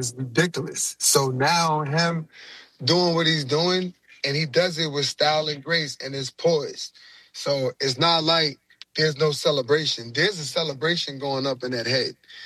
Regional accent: New York, United States; I stand on that firm. I'm from New York, whole lot.

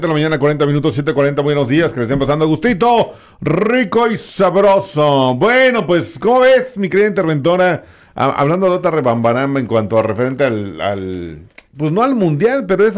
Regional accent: Mexico; nosotros, que los mexicanos

